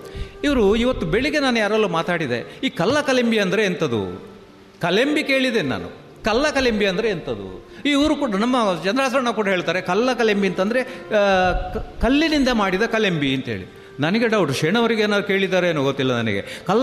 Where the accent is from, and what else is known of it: Karnataka, India